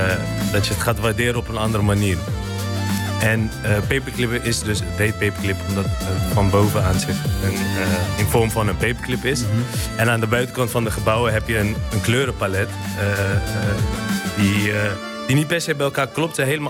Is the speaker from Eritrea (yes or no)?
yes; Eritrea; moved away; Dus ik kom zelf uit Eritrea, daar drinken we heel veel koffie.